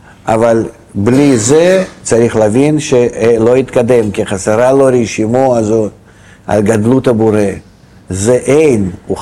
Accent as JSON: {"language": "Hebrew", "town": "Beersheba", "region": "Southern District", "country": "Israel", "said": "עממי, לא אז מה, אני מגיע מבאר שבע, כדי יודע"}